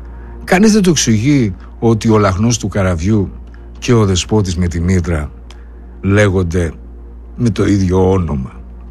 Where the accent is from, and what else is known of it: Greece